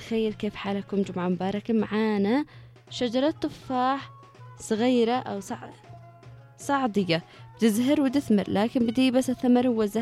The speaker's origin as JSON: {"language": "Arabic", "country": "Yemen"}